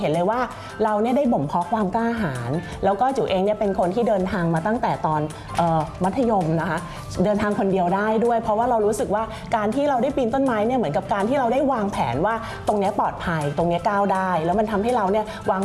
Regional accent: Bangkok, Thailand; เกิดและเติบโตในกรุงเทพเนาะบ้านก็เป็นบ้านตึกแถว

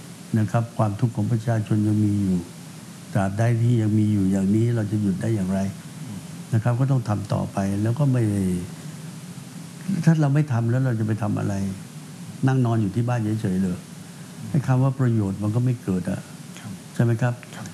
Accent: Phetchaburi, Thailand; ผมเป็นคนเพชรบุรี

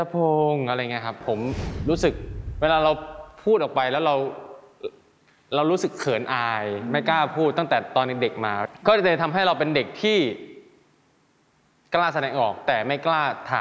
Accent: Isan, Thailand; เราเป็นคนอีสานเราก็พูดอีสานไปเลย

